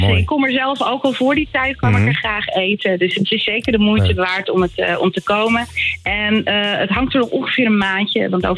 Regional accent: Zandvoort, North Holland, Netherlands; now in Bakkum, Netherlands; ik ben in Zandvoort opgegroeid en niet in een gewone staat, maar wij woonden in het Duin.

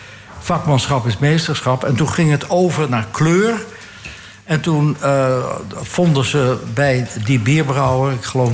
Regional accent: Amsterdam, North Holland, Netherlands; ik kwam uit Amsterdam-Zuid, dus ik sprak nog een beetje netjes.

